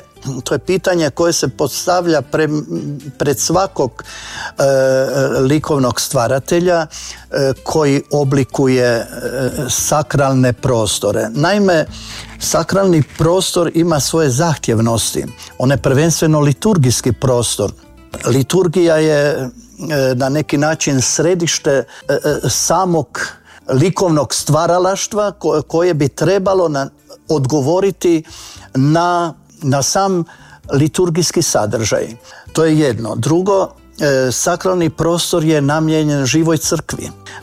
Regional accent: Novo Virje, Koprivnica-Križevci County, Croatia; Ja sam u Novom Virju, u mojem rodnom mjestu, naslikao prvu sliku Svetog Josipa

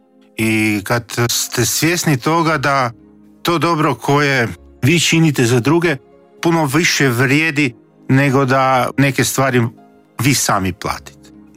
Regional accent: Croatia; pogotovo kod nas u Hrvatskoj

